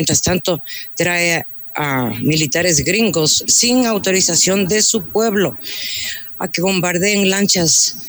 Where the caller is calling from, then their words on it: Ambato, Tungurahua, Ecuador; le hablo desde Ambato.